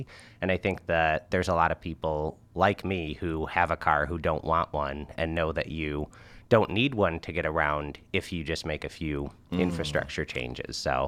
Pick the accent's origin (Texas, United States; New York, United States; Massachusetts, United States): New York, United States; Webster; I grew up in Webster, New York, and, you know, Webster is generally pretty sprawled out and car-centric